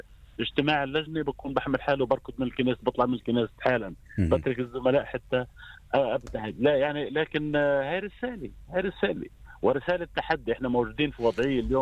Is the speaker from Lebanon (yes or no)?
no; Israel; لما بقول لك الإنسان أنا فلسطيني، بقول لك أنا فلسطيني، أنا مواطن دولة إسرائيل، أنا مواطن دولة إسرائيل